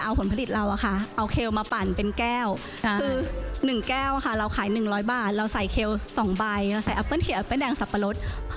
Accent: Bangkok, Thailand; born there; กับพี่แหม่มเราเป็นคนกรุงเทพสองคนเลยโดยกำเนิดเราไม่มีทรัพยากรใดๆเป็นต้นทุน

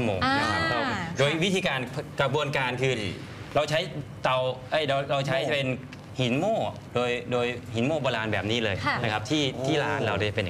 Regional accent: Isan, Thailand

